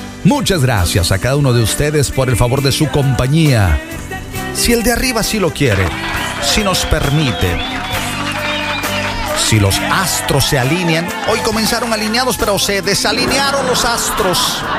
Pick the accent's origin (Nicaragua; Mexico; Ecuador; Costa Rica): Mexico; Veracruz; Y yo soy de oro. Y yo soy jarocho.